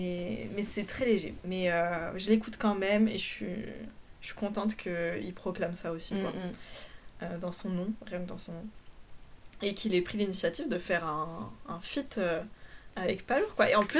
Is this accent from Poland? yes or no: yes; Poland; Mais si on se rend compte, on peut trop se marier parce qu'on est polonais.